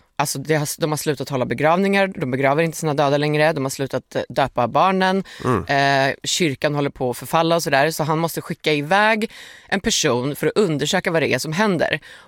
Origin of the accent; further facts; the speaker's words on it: Iceland; som jag läser då på engelska eftersom att jag är en dålig islänning.